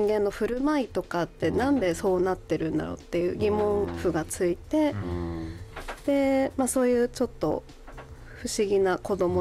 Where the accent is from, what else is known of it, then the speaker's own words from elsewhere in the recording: Sendai, Miyagi, Japan; もともと私は仙台出身でして